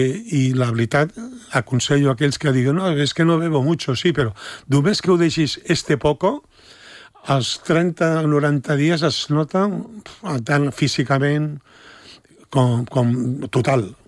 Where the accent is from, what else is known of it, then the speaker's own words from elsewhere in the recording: L'Hospitalet de Llobregat, Catalonia, Spain; Hospitalet, al meu barri